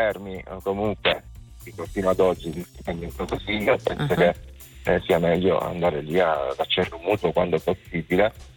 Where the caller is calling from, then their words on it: Palermo, Sicily, Italy; Io sono di Palermo.